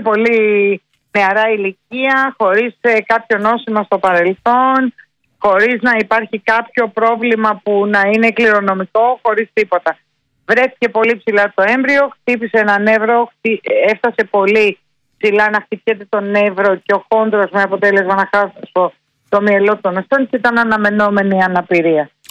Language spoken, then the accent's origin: Greek; Athens, Attica, Greece; born there; Γεννήθηκα στην Αθήνα. Η καταγωγή μου είναι από τη Μάνη. Λακωνική Μάνη, ναι.